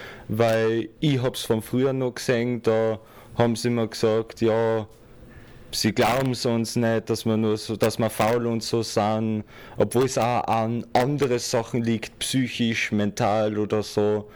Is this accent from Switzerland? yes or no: no; Mondsee, Upper Austria, Austria; Ich komme zum Beispiel aus Mondsee und ich muss dann wieder extra dafür zahlen, dass ich dann zu mir heimkomme.